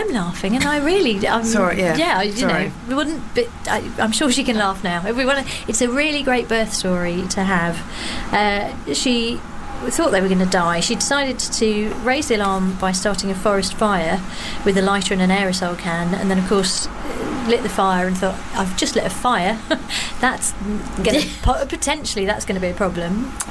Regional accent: Croydon, London, United Kingdom; because it being Croydon and I'm from Croydon and, you know...

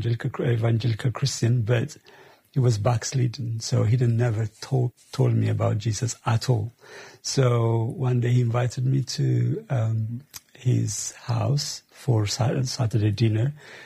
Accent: Addis Ababa, Ethiopia; born or raised there; also born or lived in Jimma; now in United Kingdom

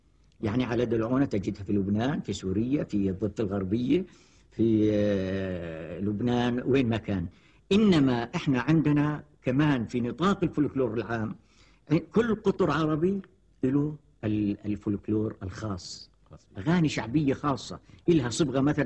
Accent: Jordan; يعني عدم مؤاخذة عندنا في الأردن لا تزال الموسيقى نشاط

